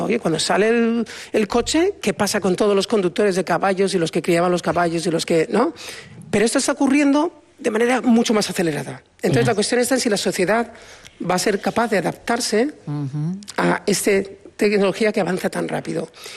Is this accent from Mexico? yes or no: no; Spain; moved away as an adult; now in United States; yo soy español